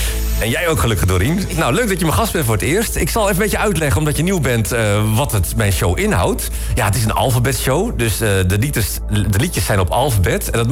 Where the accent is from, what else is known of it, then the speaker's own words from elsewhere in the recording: Netherlands; born there; Maar ik ben in Nederland geboren.